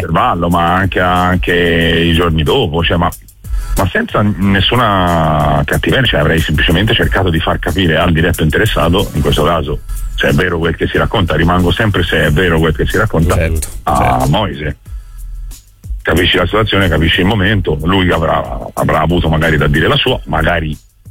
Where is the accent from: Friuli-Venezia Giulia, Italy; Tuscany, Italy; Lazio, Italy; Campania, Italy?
Tuscany, Italy; Florence; non noi come fiorentini, tutti, cioè noi siamo arretrati in generale